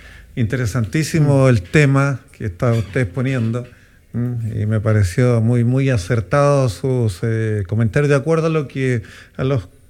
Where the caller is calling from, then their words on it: Chile; nosotros como chilenos